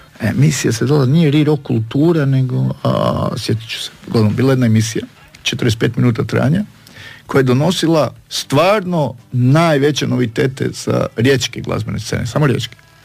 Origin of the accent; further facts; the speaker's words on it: Rijeka, Primorje-Gorski Kotar County, Croatia; ja nisam bio u Beogradu u tom trenutku, odrastao sam u Rijeci